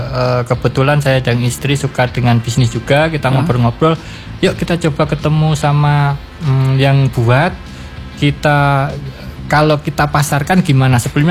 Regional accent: Semarang, Central Java, Indonesia; kita warga Semarang

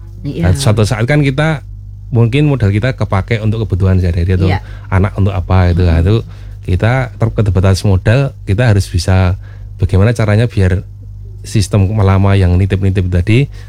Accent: Yogyakarta, Special Region of Yogyakarta, Indonesia; born there; dulu waktu SMA itu sekolah di SMA di Jogja ini

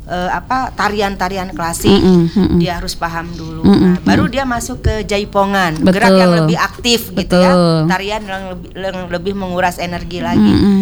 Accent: West Java, Indonesia; bahwa kita dilahirkan di tanah Jawa Barat.

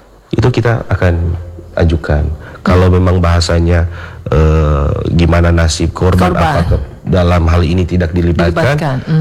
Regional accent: North Sulawesi, Indonesia; Sebagai orang Sulawesi Utara juga ya pasti sering dengar ya.

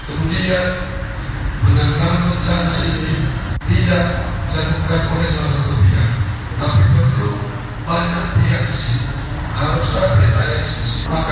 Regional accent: Nias, North Sumatra, Indonesia; kita sebagai orang Nias.

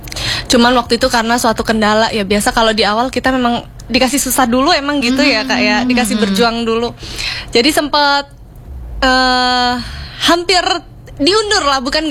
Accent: Indonesia

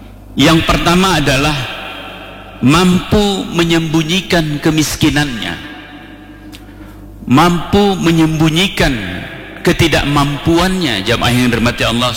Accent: Aceh, Indonesia; kita orang Gayo, orang yang ada di Aceh Tengah ini

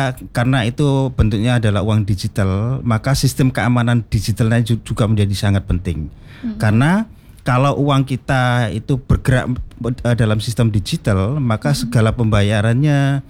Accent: Lamongan, East Java, Indonesia; Asli Lamongan

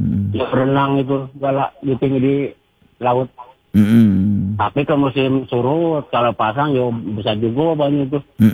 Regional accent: Banten, Indonesia; born there; moved away; Aku kan lahir di Banten.

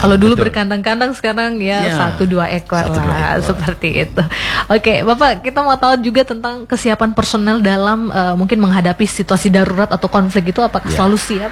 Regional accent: East Nusa Tenggara, Indonesia; karena ini terkait dengan budaya kita sebagai orang Sumba.

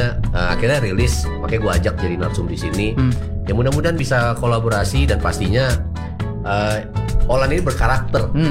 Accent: West Sumatra, Indonesia; Dan terus terang kan gua orang Minang, lo orang Medan kan.

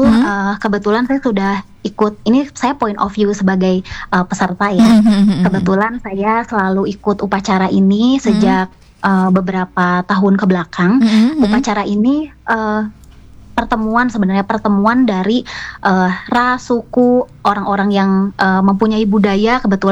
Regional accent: Bali, Indonesia; Kebetulan saya asli Bali, jadi saya pakai pakaian kebaya Bali.

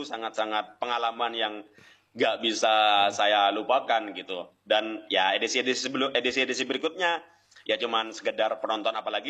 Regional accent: Indonesia

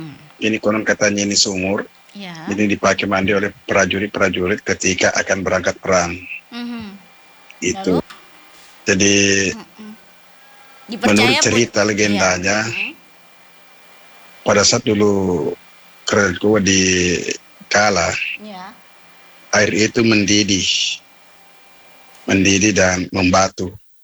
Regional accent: South Sulawesi, Indonesia; born there

